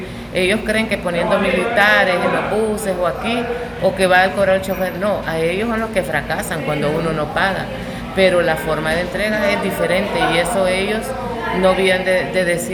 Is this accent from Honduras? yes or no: yes; Honduras; aquí solo somos hondureños